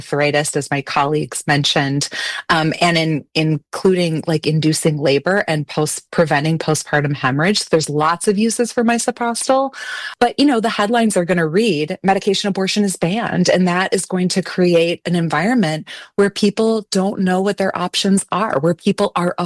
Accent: Iowa, United States; And here in my home state of Iowa, it's actually six times more likely.

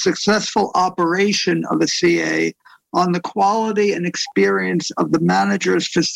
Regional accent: New York City, New York, United States; as a New Yorker, I feel that it's especially applicable to my city.

